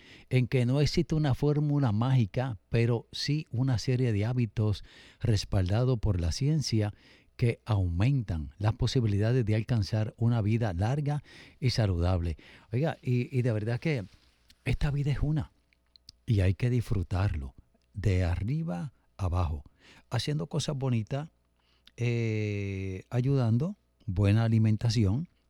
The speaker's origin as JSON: {"language": "Spanish", "town": "Bayamón", "country": "Puerto Rico", "tie": "born or raised there", "said": "De hecho, en mi barrio, donde yo nací y me crié, y donde vive parte de mi familia, porque después me mudé un poco más arriba"}